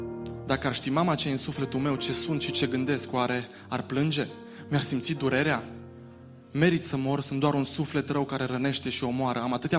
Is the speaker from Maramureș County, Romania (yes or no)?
yes; Baia Mare, Maramureș County, Romania; moved away; eu sunt din Baia Mare